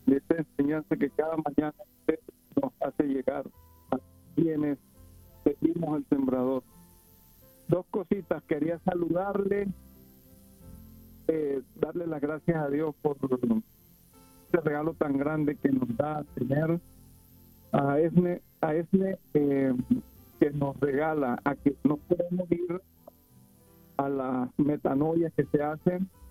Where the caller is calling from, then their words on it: Utah, United States; Vivo en Utah